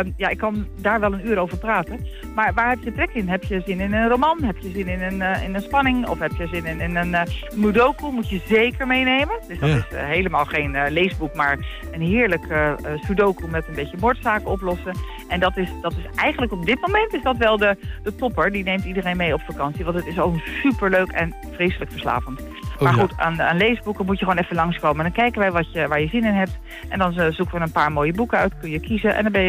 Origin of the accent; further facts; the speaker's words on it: Apulia, Italy; moved away; wij komen natuurlijk zelf uit Puglia